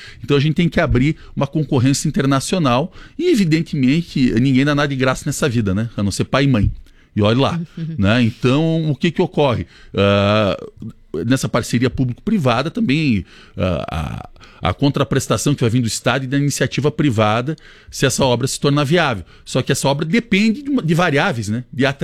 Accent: Chapecó, Santa Catarina, Brazil; eu sou natural aqui de Chapecó, eu escuto isso desde que me conheço por gente

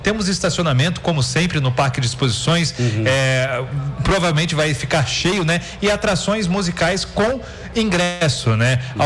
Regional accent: Rio de Janeiro, Brazil; moved away; Eu sou carioca e estou aqui.

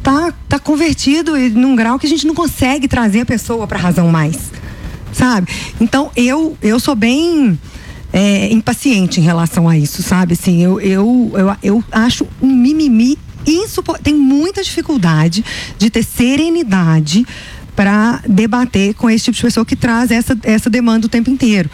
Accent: Belo Horizonte, Minas Gerais, Brazil; Não, eu sou de BH, da capital.

